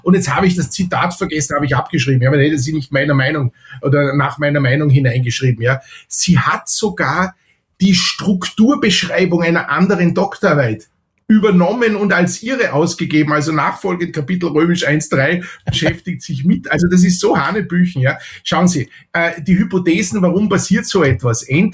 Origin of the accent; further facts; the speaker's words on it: Austria; ich bin Österreicher